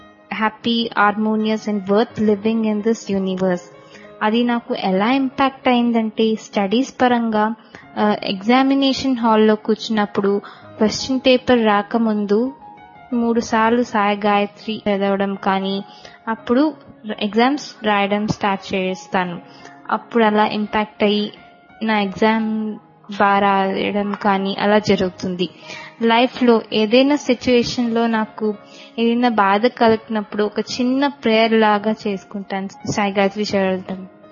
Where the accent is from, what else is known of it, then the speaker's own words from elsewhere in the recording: Hyderabad, Telangana, India; నేను హైదరాబాద్ నుంచి వచ్చాను. ప్రస్తుతం శ్రీ వెంకటేశ్వర విశ్వవిద్యాలయంలో ఎంఎస్సీ సెకండ్ ఇయర్ చదువుతున్నాను.